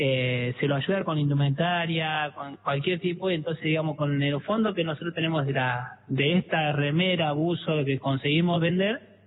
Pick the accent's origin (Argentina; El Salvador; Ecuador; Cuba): Argentina; Córdoba; bueno, yo soy de Córdoba, está Mikey de Salta, está Rodrigo de Córdoba también